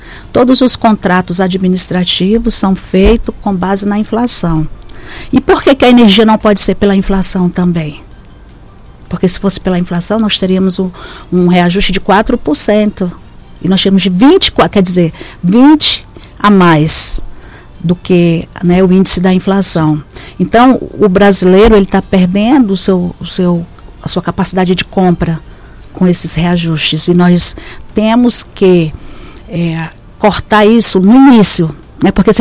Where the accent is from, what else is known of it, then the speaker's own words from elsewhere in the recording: Roraima, Brazil; somos nós aqui de Roraima.